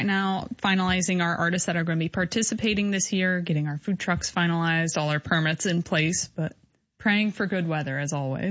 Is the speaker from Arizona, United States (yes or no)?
no; Decatur, Illinois, United States; I grew up here in Decatur